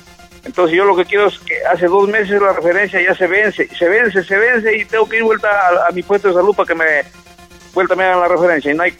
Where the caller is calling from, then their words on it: Jaén, Cajamarca, Peru; yo soy de acá de Jaén